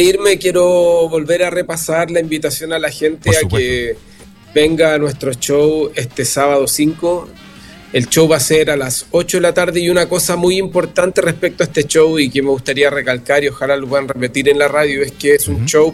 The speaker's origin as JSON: {"language": "Spanish", "country": "Chile", "said": "Somos representantes de Chile en Rock al Parque"}